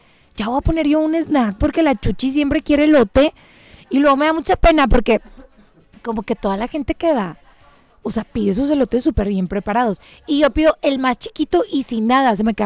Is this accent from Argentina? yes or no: no; Puerto Rico; porque soy puertorriqueña, ya tú sabes.